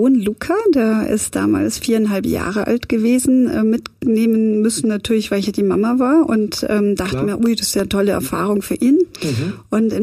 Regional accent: Germany; moved away as an adult; now in Los Angeles, United States

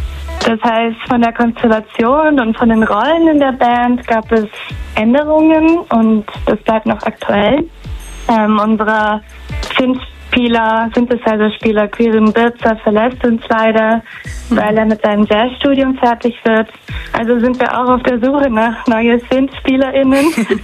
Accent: Brazil; moved away; ich komme aus Brasilien

